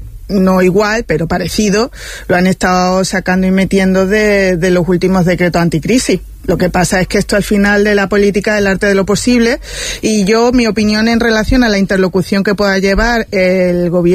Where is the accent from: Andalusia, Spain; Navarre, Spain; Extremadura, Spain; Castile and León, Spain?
Andalusia, Spain; Torremolinos; yo que soy de Torremolinos